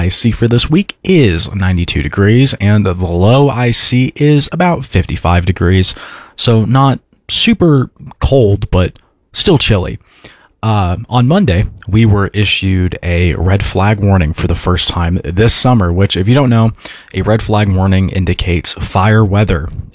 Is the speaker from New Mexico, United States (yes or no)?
yes; Roswell, New Mexico, United States; the weather this week in my hometown of Roswell, New Mexico